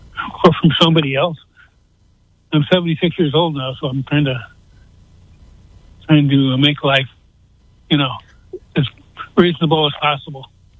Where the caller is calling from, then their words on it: Texas, United States; Hi, I'm right here on the border, actually. I'm 5 miles from Reynosa.